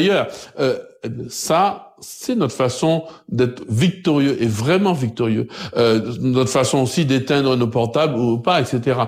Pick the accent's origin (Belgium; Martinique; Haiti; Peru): Martinique; Mais quand je suis en Martinique